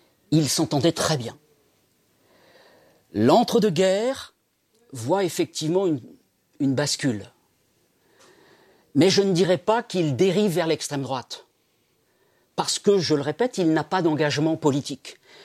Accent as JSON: {"language": "French", "region": "Centre-Val de Loire", "country": "France", "tie": "born there", "said": "Mais moi, je suis né en Eure-et-Loire."}